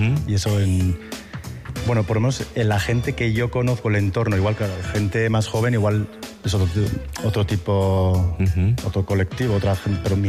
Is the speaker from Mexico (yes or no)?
no; Pamplona, Navarre, Spain; born there; also born or lived in Barcelona; yo siempre me he sentido de aquí, de chaval, de una manera igual más radical.